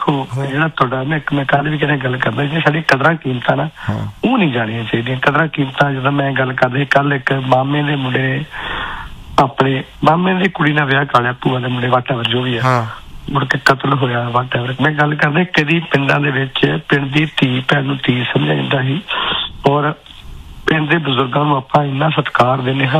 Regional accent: Punjab, India; ਜਾਤੀਜਾ ਪਿੰਡ ਆ ਸਾਡਾ, ਫਤਿਹਗੜ੍ਹ ਚੋਣੀਆਂ ਲਾਗੇ ਨਾਨਕੀ ਪਿੰਡ ਸਾਡਾ, ਪਿੰਡ ਅੰਮ੍ਰਿਤਸਰ ਤੋਂ

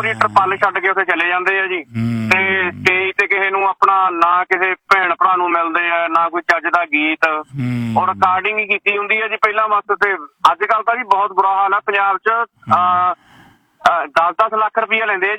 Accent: Jalal, Punjab, India; ਸਾਡੇ ਇਲਾਕੇ ਦਾ ਸੀ ਜੀ ਇੱਧਰ ਬਠਿੰਡੇ ਵਾਲ ਦਾ ਨਾ

